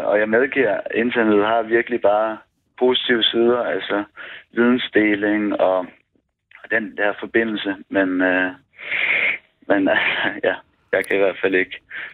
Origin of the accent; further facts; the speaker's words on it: Capital Region of Denmark, Denmark; accent: Zealand; now in Tingbjerg, Copenhagen, Denmark; jeg ringer fra Tingbjerg. Jeg er vokset op i Rudersdal Kommune